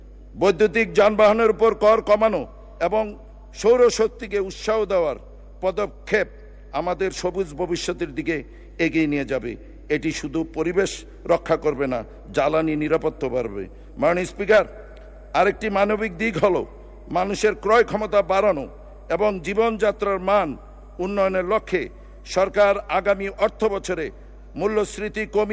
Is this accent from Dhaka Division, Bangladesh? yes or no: no; Comilla, Chittagong Division, Bangladesh; born there; আমি কুমিল্লার সন্তান